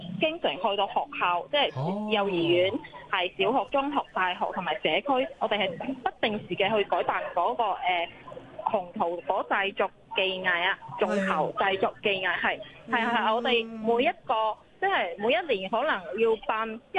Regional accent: Shantou, Guangdong, China; 我哋是汕头人

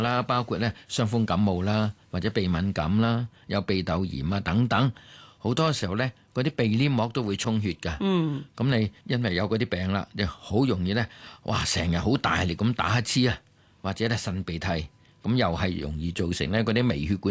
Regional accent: Guangdong, China; 我廣東人叫流鼻血啦。

